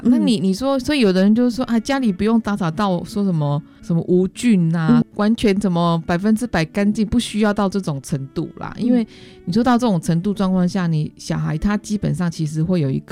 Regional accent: Taiwan

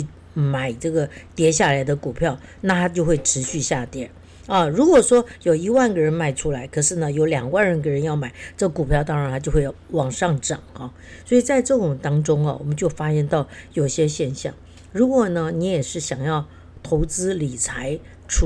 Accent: Taiwan; 我觉得我们台湾人真的很厉害，

